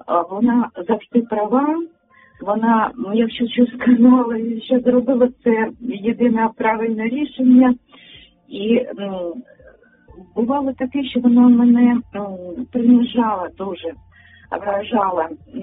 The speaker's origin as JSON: {"language": "Ukrainian", "town": "Kharkiv", "region": "Kharkiv Oblast", "country": "Ukraine", "said": "Доброго дня … я з Харкова."}